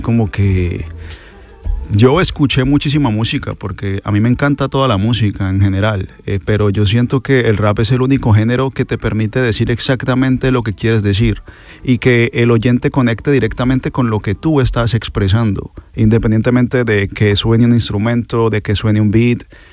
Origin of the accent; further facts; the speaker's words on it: Cali, Valle del Cauca, Colombia; Yo soy caleño, de Cali, Colombia.